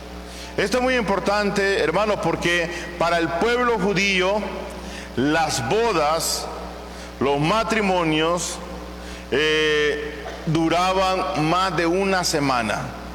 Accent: Conchagua, La Unión, El Salvador; Soy originario de Conchagua

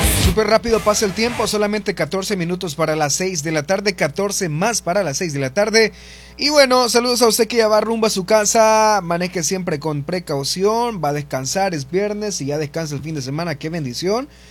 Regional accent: El Salvador; Somos salvadoreños, andamos en la rebúsqueda

